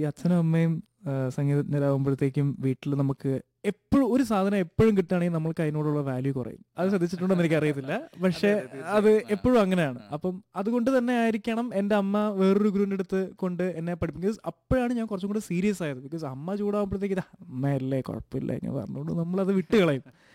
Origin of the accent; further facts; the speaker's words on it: Abu Dhabi, United Arab Emirates; also born or lived in Alappuzha, India; ഞാൻ ജനിച്ചത് ആലപ്പുഴയിലാണ്. അവിടെ ചെറിയ 1ാം ക്ലാസ് വരെ അവിടെ പഠിച്ചത്. അത് കഴിഞ്ഞിട്ട് തിരിച്ച് ഞാൻ അച്ഛന് ജോലിയൊക്കെ ആയി ഞങ്ങൾ അബുദാബിയിലേക്ക് ഷിഫ്റ്റ് ചെയ്തു. അപ്പം ഞങ്ങളൊരു 10 വർഷത്തോളം ഞാൻ അബുദാബിയിലായിരുന്നു.